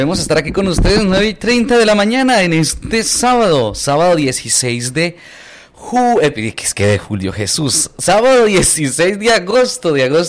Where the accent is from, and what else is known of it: Colombia